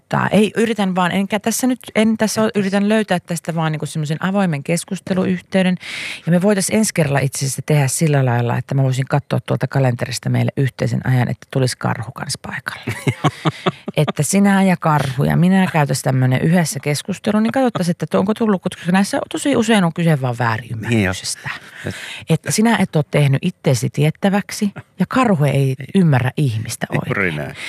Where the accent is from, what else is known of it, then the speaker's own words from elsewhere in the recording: Tampere, Pirkanmaa, Finland; minä olen Tampereelta. Minä olen 38-vuotias.